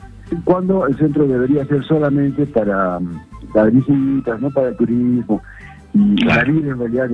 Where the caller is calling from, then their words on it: Arequipa, Peru; Arequipa.